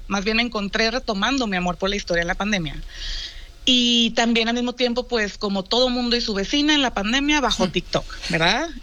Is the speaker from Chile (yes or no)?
no; Mexico